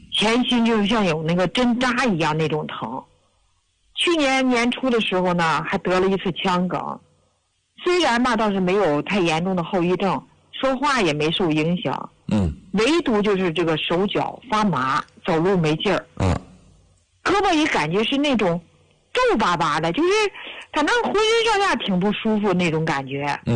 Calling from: Shijiazhuang, Hebei, China; 我是石家庄的一名退休老师

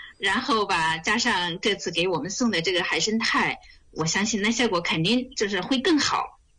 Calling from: Hunan, China; 我是湖南的。

